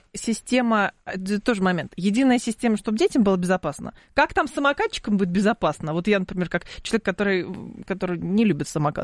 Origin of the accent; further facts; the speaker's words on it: Lyubertsy, Moscow Oblast, Russia; born there; Я из Люберец